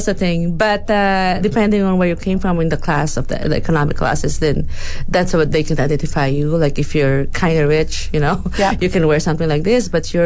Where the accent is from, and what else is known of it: Philippines